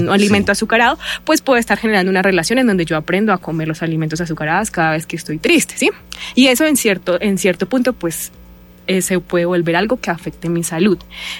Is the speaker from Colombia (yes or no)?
yes; Boyacá, Colombia; Soy de Boyacá, entonces yo he trabajado en varios municipios de Boyacá.